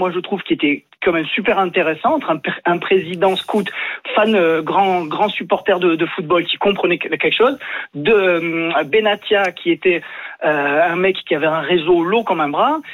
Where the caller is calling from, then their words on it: Marseille, Provence-Alpes-Côte d'Azur, France; Je vis à Marseille